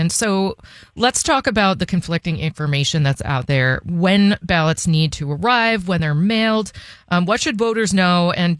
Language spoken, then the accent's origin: English; New York, United States; also born or lived in Connecticut; now in Seattle, United States; I grew up in New York, but I was living in Connecticut, and I moved out here